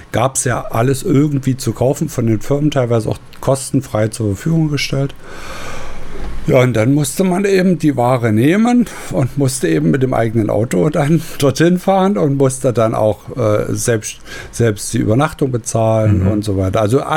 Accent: Zwickau, Saxony, Germany; Ja, wir hatten eine Tanzschule bei uns in Zwickau und da gab es ein großes Kulturhaus. So, und da war ja zu DDR-Zeiten üblich, dass man entweder hat man einen Sportverein gehabt oder man hat einen Tanzverein gehabt

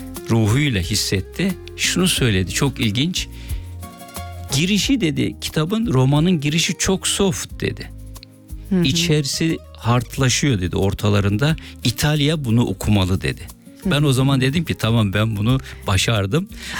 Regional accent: Aegean Region, Turkey; İşte Ege'ye götürdüm çünkü ben de Ege'liyim.

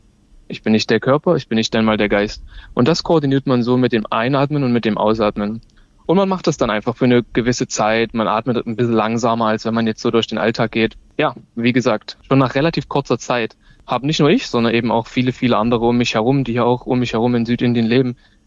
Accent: Erfurt, Thuringia, Germany; moved away as an adult; also born or lived in Leipzig / Hamburg; now in India; Ich komme aus Erfurt, genau, habe dann in Leipzig studiert und in Hamburg auch gearbeitet

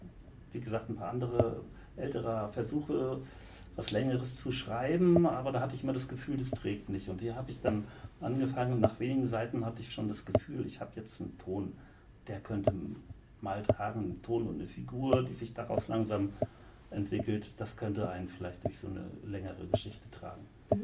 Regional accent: Northern Germany, Germany; Ich fremde ja als Norddeutscher mit solchen Begriffen sehr.

